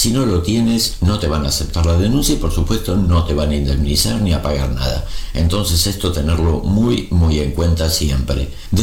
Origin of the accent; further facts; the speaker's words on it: Argentina; now in Spain; porque por ejemplo en mi país, en Argentina, lo hace el Automóvil Club Argentino. Y aquí en España no lo hace el RAC